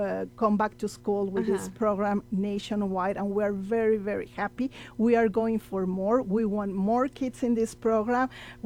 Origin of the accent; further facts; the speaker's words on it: El Paso, Texas, United States; So those are the stories that we love to hear here in El Paso. Since I am from El Paso, I have a very special interest in hearing those successful stories